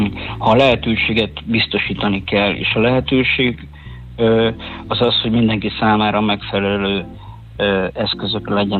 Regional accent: Borsod-Abaúj-Zemplén, Hungary; Mi a Borsod megyei vagyok

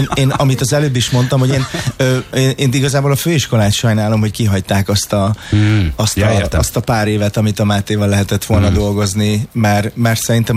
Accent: Hungary; born there; moved away; én vidékről jövök, én egy vidéki falusi gyerek vagyok.

